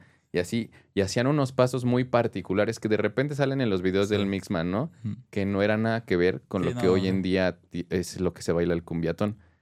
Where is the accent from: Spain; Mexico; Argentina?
Mexico; Pantitlán, Mexico City; Yo soy de Panditlán